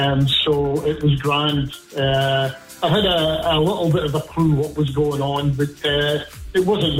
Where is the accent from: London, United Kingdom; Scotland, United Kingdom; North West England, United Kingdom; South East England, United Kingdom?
Scotland, United Kingdom; Aberdeen; moved away as an adult; now in Ireland; From north of the border, but we live in Ireland now. I'm from Aberdeen originally.